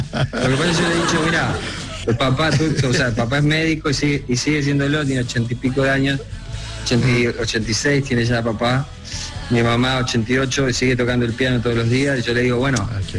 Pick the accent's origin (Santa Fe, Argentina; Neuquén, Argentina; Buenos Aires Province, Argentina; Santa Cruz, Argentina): Santa Fe, Argentina; Rosario; also born or lived in Concordia; yo también me crié en otra ciudad que se llama Concordia, nací en Rosario, me crié también por cuestiones familiares entre Rosario y Concordia, que es una ciudad más pequeñita aún